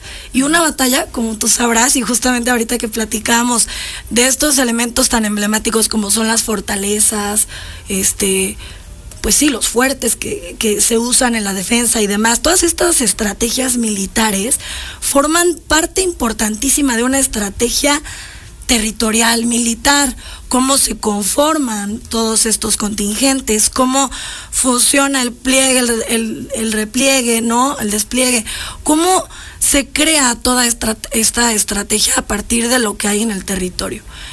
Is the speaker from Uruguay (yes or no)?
no; Puebla, Mexico